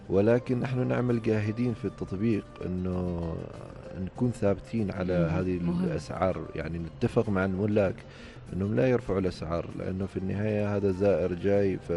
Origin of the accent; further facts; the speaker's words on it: Oman; أنا اليوم كعماني